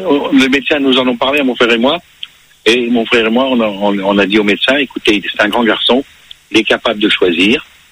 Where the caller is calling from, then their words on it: Paris, Île-de-France, France; je suis sur Paris